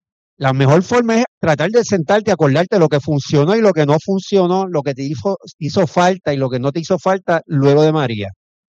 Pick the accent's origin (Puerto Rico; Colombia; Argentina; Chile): Puerto Rico; Y tenemos, como puertorriqueños, y me incluyo, tenemos esta memoria corta, ¿verdad?